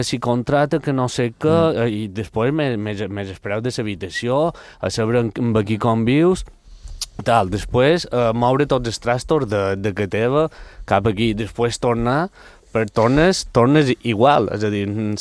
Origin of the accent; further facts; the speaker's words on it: Balearic Islands, Spain; No, jo soc mallorquí, me diu, no, saps, com que no s'ho creuen, però sí, jo tinc un exent, a més per si gent mallorquina...